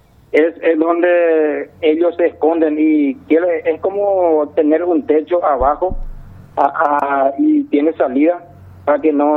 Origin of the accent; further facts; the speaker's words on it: Paraguay; soy paraguayo cuando uno viene y pisa acá.